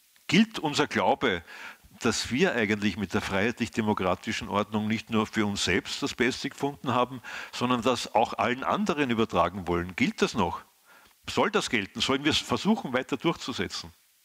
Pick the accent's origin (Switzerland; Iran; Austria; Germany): Austria; Und ich bin als Österreicher irgendwo, der Herr Landeshauptmann muss weghören, irgendwo in der Mitte dazwischen gesessen